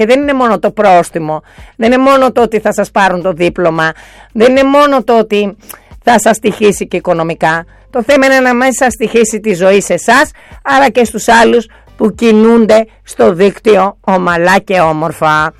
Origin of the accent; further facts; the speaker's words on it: Greece; ως Έλληνες οδηγοί